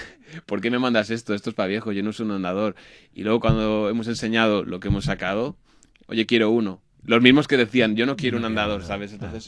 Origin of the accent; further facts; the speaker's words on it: Fuenlabrada, Community of Madrid, Spain; soy de aquí de Fuenla.